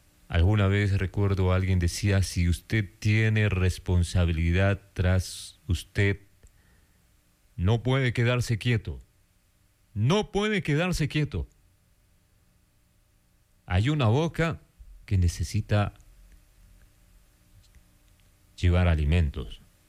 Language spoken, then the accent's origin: Spanish; Ecuador; nosotros como ecuatorianos estamos a la expectativa y estamos esperanzados por usted.